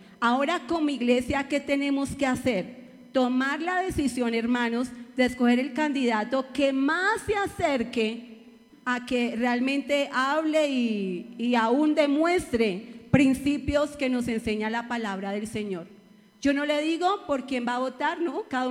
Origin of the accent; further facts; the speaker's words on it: Colombia; Si somos ciudadanos, somos colombianos